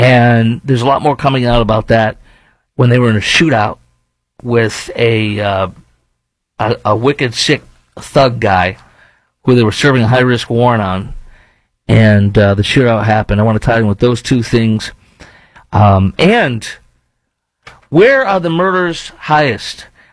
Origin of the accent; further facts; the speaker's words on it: Chicago, Illinois, United States; moved away; I film in Chicago regularly, in my hometown